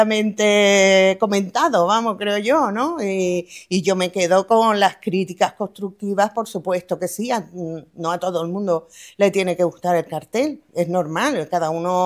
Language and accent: Spanish; Madrid, Community of Madrid, Spain; born there; yo es que nací en Madrid